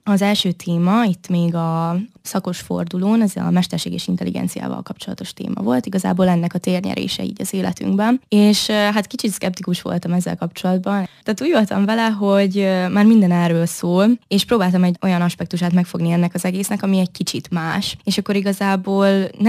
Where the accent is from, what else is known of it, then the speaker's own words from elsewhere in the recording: Vojvodina, Serbia; moved away as an adult; now in Hungary; Igazából én szerb közegben nőttem fel, és szerintem ez nagyon kihatással is van a személyiségemre. Nem tudom, hogy mennyire közhelyes ez, hogy a vajdaságiak vagy a szerbek, ők ilyen nagyon lazák